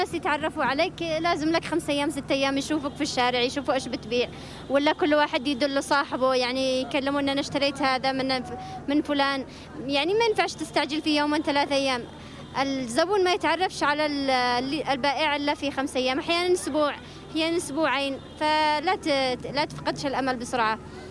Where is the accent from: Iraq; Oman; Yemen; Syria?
Yemen; على وضعنا كيمنيين